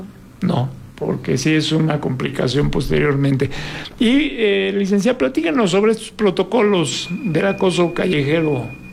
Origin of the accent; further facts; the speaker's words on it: Mexico City, Mexico; moved away; yo vengo de la Ciudad de México y tengo ya varios años aquí